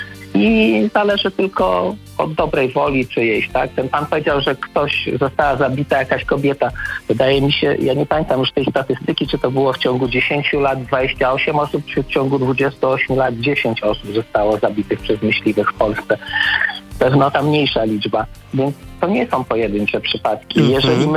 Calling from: Cieszyn, Silesian Voivodeship, Poland; Mieszkam w Cieszynie

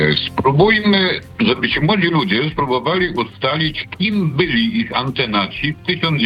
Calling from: Kielce, Świętokrzyskie Voivodeship, Poland; Ja mieszkam w Kielcach. Mm-hmm. Ja mieszkam w Górach Świętokrzyskich. To moje ukochane miejsce na ziemi.

